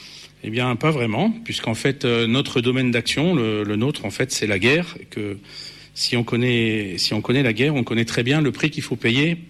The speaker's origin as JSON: {"language": "French", "country": "France", "said": "la paix nous a coûté cher, en tant que Français, et spécialement en tant que militaire, hein, puisque envoyé par notre pays, loin de chez nous, loin de nos familles, loin de nos amis"}